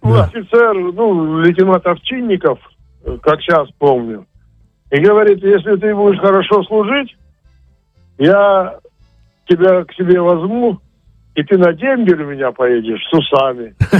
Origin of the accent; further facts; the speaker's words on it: Siberia, Russia; И у нас вот 4 украинца уезжали. И я один сибиряк с ними уезжал.